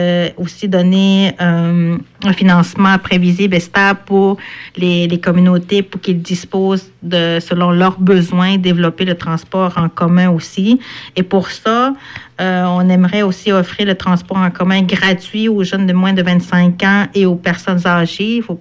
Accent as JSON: {"language": "French", "region": "Quebec", "country": "Canada", "said": "mais nous, on est des Nord-Côtiers, on connaît pas ça."}